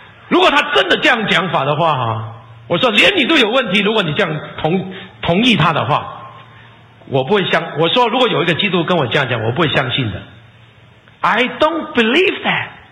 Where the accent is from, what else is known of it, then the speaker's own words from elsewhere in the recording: China; 其实特别是我们，我真的讲特别我们是中国人呢、啊，在我们中国啊